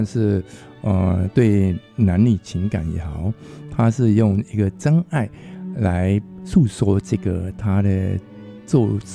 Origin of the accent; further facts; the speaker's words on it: Myanmar; 我是从缅甸来的。